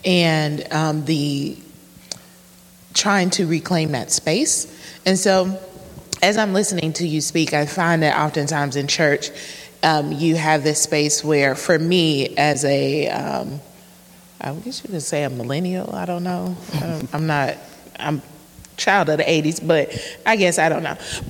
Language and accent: English; Chicago, Illinois, United States; growing up in Chicago